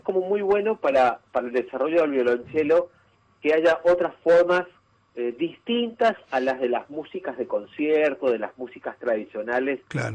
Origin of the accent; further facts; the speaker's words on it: Peru; now in Argentina; yo vengo hace años ya acá en la Argentina, me radiqué, yo soy de Perú, como dijiste